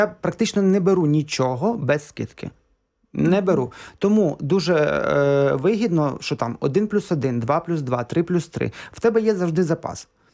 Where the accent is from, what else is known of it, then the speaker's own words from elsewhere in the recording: Chop, Zakarpattia Oblast, Ukraine; Я родом з Чопа, це Закарпатська область.